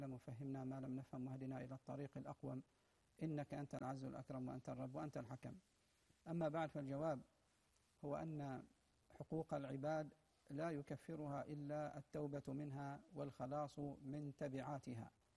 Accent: Oman; بلادنا عمان

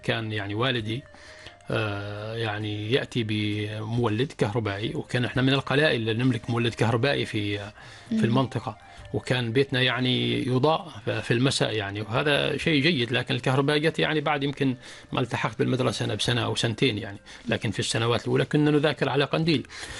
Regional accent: Oman; طبعا أنا من مواليد 1973، فإحنا نشأنا في بيئة متناهية في البساطة. ولكن في هذاك الوقت يعني كانت عمان تنمو وتنمو بسرعة

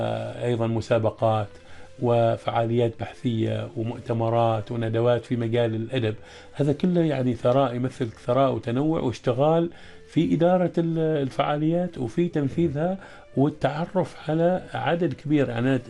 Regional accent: Oman; نحن عندنا في عمان

